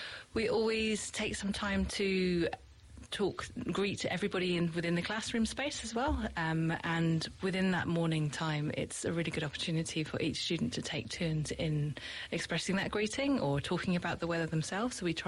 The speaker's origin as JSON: {"language": "English", "country": "United Kingdom", "moved": "yes", "lives_now": "New Zealand"}